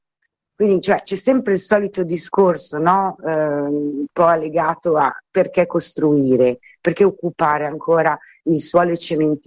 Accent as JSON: {"language": "Italian", "town": "Milan", "region": "Lombardy", "country": "Italy", "accent": "Milanese", "moved": "yes", "lives_now": "Livorno, Italy", "said": "io sono di Milano, come sentite dal mio accento, e vivo a Livorno"}